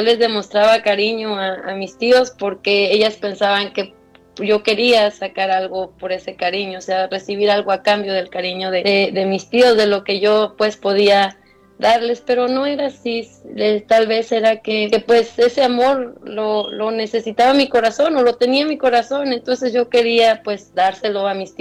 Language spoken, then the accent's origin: Spanish; Mexico; moved away; Pero fue una experiencia dura, pero creo que necesaria para valorar mucho de lo que tenía en mi niñez en México, y acá pues no se nos daba.